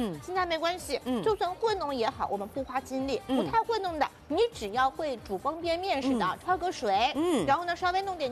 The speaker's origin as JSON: {"language": "Chinese", "region": "Shanghai", "country": "China", "said": "像我们上海人啊，比如说像这种什么这个带鱼呀，包括是这个鲫鱼呀，扁鱼呀，都会吃"}